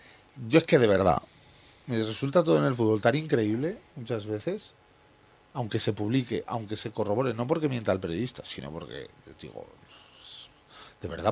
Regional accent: Benicarló, Valencian Community, Spain; now in Movera, Spain; Estoy de vacaciones en mi pueblo, Benicarló, siguiéndonos desde la televisión, oyendo el mar a 21 grados y mi mujer tomando el sol.

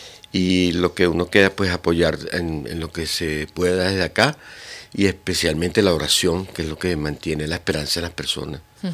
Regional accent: Venezuela; moved away as an adult; now in Zaragoza, Spain; yo vengo de Venezuela, yo era docente en la Universidad de Estudios Musicales y en el Conservatorio Superior de Música allá.

